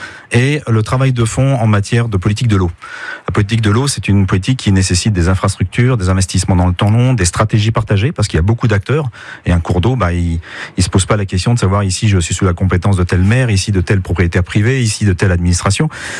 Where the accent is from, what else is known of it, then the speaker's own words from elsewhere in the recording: France; Chez nous, en France, le principe, c'est la liberté et puis l'exception, l'interdiction.